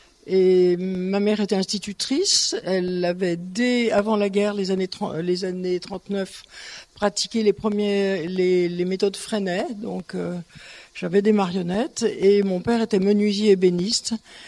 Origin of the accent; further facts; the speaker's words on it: Lyon, Auvergne-Rhône-Alpes, France; J'ai 7 ans. Je suis née à Lyon, un 8 décembre.